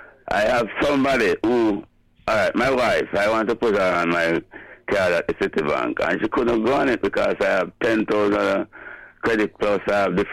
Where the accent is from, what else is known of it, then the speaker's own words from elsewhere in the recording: Jamaica; This is a gift and I'm a Jamaican, and I please the work what you're doing for Jamaica.